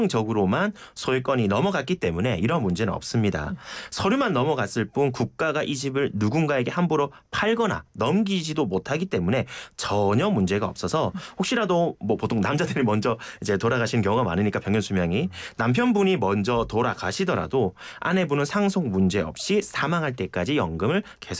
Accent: Geoje, South Gyeongsang, South Korea; now in Seoul, South Korea; 제 고향이 거제잖아요.

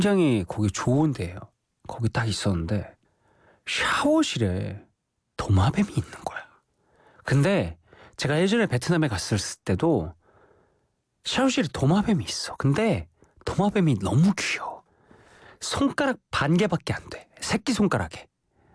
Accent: South Korea; 한국에서 온

